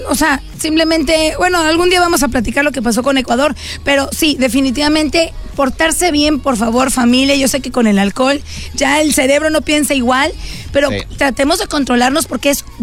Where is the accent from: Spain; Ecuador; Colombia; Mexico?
Mexico; O sea, para los que somos de México, de cualquier otro país de Latinoamérica